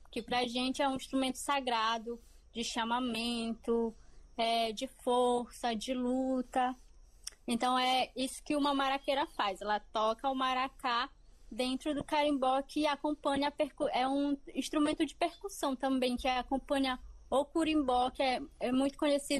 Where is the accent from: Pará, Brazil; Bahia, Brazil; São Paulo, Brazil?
Pará, Brazil; A gente é daqui do oeste do Pará, bem no finalzinho do Pará